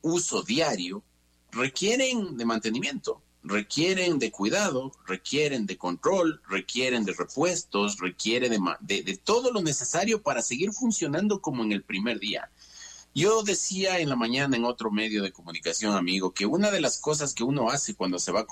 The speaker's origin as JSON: {"language": "Spanish", "town": "Quito", "region": "Pichincha", "country": "Ecuador"}